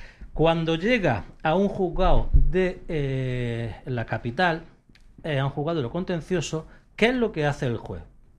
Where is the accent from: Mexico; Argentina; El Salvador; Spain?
Spain; Andalusia